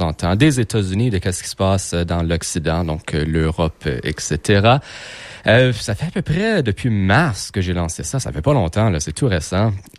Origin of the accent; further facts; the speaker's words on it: Montreal, Quebec, Canada; Je viens de Montréal, je suis okay. De l'ouest de l'île, sauf que mes deux parents sont Québécois pure laine. Je suis pure laine, donc français, c'est ma langue.